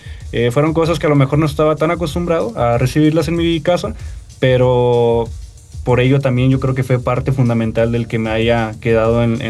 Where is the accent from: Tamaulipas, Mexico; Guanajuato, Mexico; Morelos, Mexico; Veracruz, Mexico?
Tamaulipas, Mexico; Reynosa; Yo soy de Reynosa, Tamaulipas, la región Noreste 2, se le denomina.